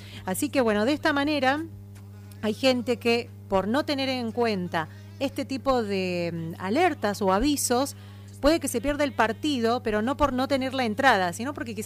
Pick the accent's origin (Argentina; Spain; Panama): Argentina